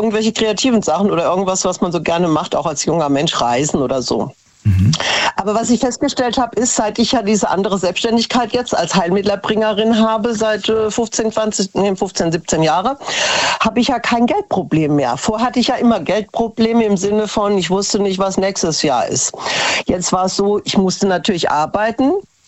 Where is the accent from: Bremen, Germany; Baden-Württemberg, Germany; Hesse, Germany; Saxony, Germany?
Hesse, Germany